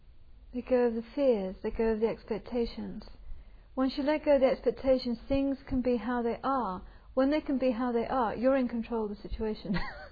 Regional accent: England, United Kingdom; And being English, so I had kind of interest in this.

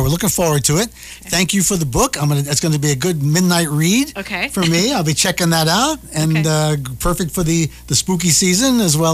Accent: East Coast, United States; moved away; I'm from the East Coast.

